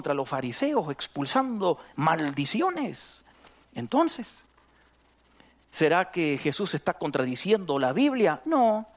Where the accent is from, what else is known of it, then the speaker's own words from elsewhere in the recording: Argentina; moved away; de donde yo vengo, en Argentina.